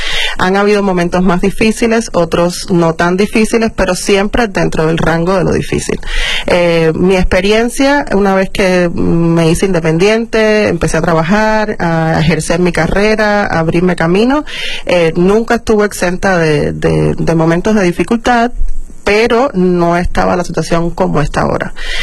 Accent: Torriente, Matanzas, Cuba; moved away as an adult; also born or lived in Havana, Cuba; now in La Paz, Mexico; yo soy de un pueblito que se llama Torriente, que queda en el sur de la provincia de Matanzas, al ladito de La Habana. Y pero viví en La Habana los últimos 18 o 20 años de mi vida.

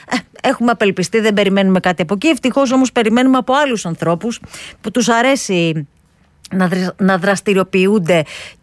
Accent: Western Greece, Greece; να σας πω ότι κατά το ίμιση είμαι από την Αχαΐα.

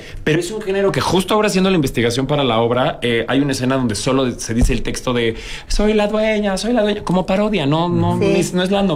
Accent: Mexico

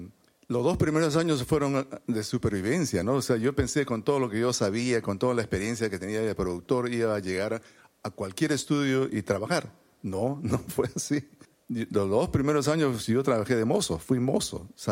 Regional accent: Peru; now in New York, United States; estoy aquí en Nueva York, soy un peruano y estoy preparando este proyecto de rock en español.

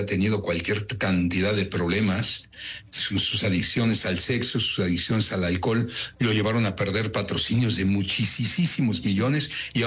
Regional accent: Mexico; Ahora, como mexicanos, Fer. Como atletas mexicanos, ¿quién será el que más ha ganado en toda la historia?

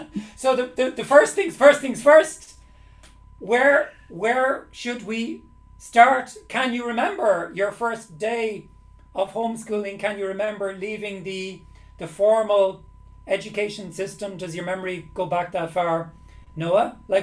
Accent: Ireland; now in Lublin, Poland; I'm from Ireland, but I'm in Lublin.

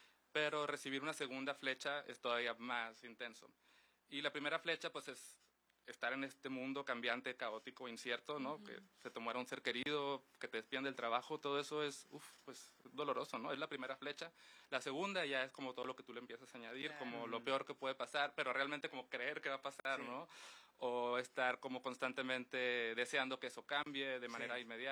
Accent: Mexicali, Baja California, Mexico; Yo soy de Mexicali.

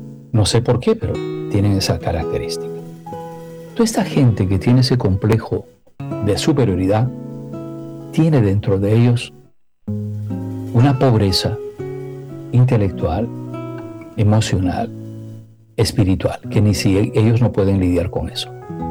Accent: Peru; Yo conozco la cultura peruana, yo he nacido en Perú, he vivido 37 años en mi país y sé exactamente lo que es Perú.

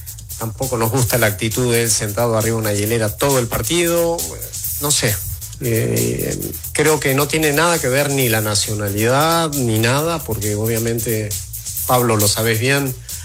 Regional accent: Uruguay; Yo lo que sí digo como uruguayo, jamás.

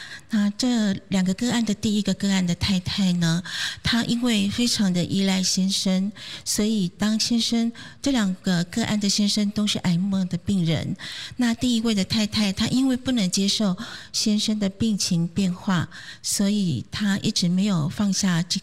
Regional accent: Yunlin County, Taiwan; 那我是来自云林的

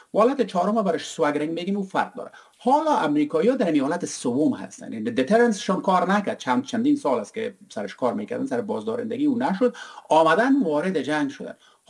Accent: Herat, Afghanistan; ما اصالتا از هرات هستیم، من با فامیلا دوستا در هرات که صحبت میکنم

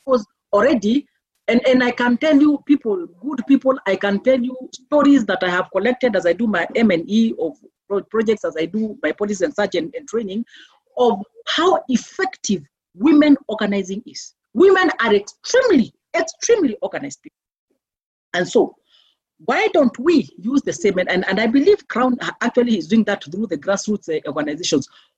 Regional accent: Meru, Meru County, Kenya; I always like giving the analogy of where I grew up in Meru, that I grew up in the family that I grew up, but in the midst of very severe poverty.

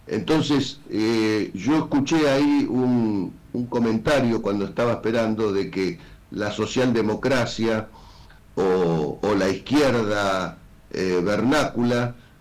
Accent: Argentina; yo creo que todos somos argentinos, todos nacimos en esta tierra, todos tenemos aquí nuestra familia y hemos trabajado aquí.

